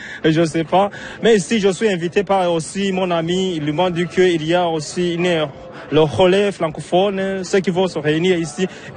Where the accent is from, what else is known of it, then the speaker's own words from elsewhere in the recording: Burundi; Je viens au Burundi.